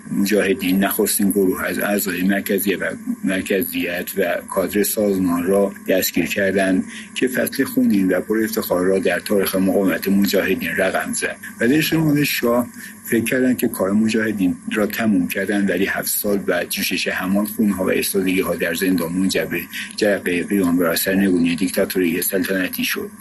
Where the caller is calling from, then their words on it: Isfahan, Iran; از اصفهان.